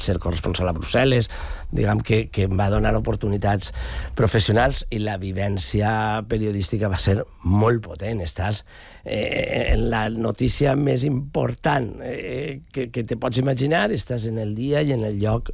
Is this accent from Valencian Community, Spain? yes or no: yes; Alcoy, Valencian Community, Spain; moved away; jo soc d'Alcoi, com alguns més, i jo vaig tornar justament per al mig any. Jo vaig arribar a Alcoi